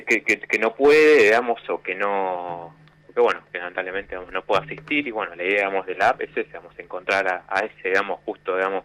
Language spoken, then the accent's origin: Spanish; Wilde, Buenos Aires Province, Argentina